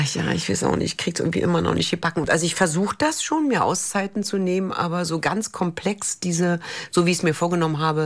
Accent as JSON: {"language": "German", "region": "Berlin", "country": "Germany", "tie": "born or raised there", "said": "Ja, es tut mir gut und es ist meine Heimat. Friedrichshagen-Köpenick, bin ich damit groß geworden, meine ganze Familie lebt da noch"}